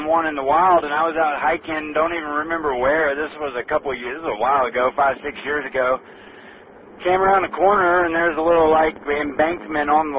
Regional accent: Tennessee, United States; moved away; we don't have moose where I grew up in Tennessee

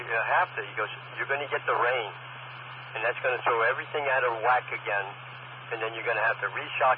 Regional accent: Norwalk, United States; when I grew up in Norwalk, we had a pool.

